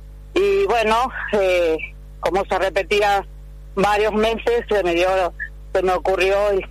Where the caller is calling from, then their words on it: Allen, Río Negro, Argentina; Yo soy una vecina de Allen, vivo en las 40 viviendas detrás del hospital